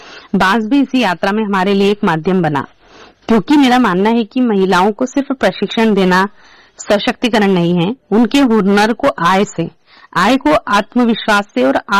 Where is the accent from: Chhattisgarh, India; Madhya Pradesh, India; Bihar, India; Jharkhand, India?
Madhya Pradesh, India; now in Hatpipliya, Ratlam district, India; मैं मालवा की मिट्टी से आती हूँ और मालवा की अपनी पहचान है।